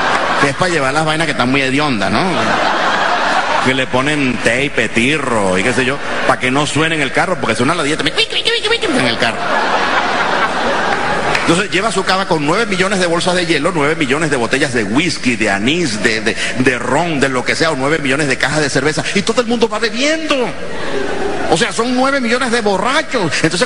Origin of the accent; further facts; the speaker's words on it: Venezuela; los venezolanos somos generosos.